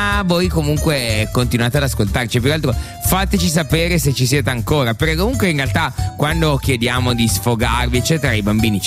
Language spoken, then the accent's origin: Italian; Lazio, Italy; la Iguaglia Lazio è il posto dove sono cresciuto, anche perché quando ero più piccolino io stavo là tantissimo tempo, un po' con mia mamma, un po' con i miei nonni.